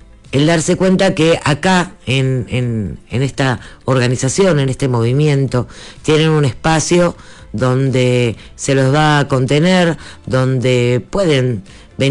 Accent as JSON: {"language": "Spanish", "region": "Buenos Aires", "country": "Argentina", "said": "yo que soy de Barracas"}